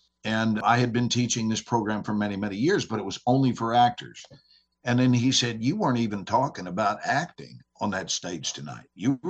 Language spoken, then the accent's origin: English; Texas, United States; You know, I'm from Texas, so this is what so many people say.